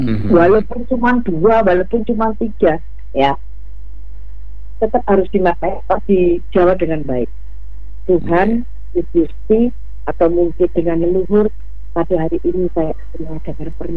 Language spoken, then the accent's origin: Indonesian; Java, Indonesia